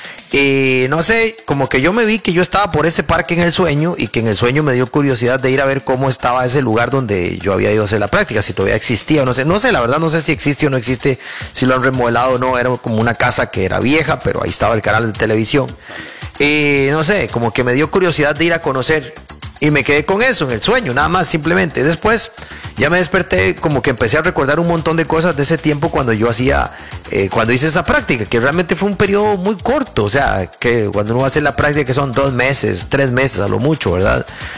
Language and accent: Spanish; San José de la Montaña, Heredia, Costa Rica; seguía para mi pueblo, allá San José de la Montaña